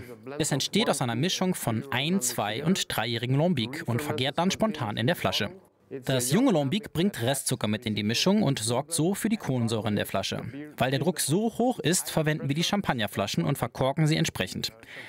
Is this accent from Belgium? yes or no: yes; Brussels, Brussels-Capital Region, Belgium; Ich bin in Brüssel geboren und aufgewachsen.